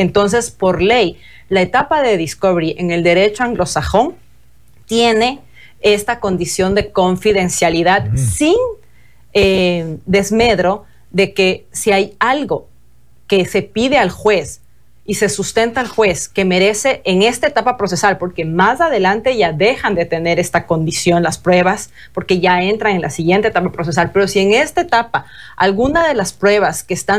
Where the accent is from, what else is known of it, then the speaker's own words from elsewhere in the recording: Ecuador; nosotros como ecuatorianos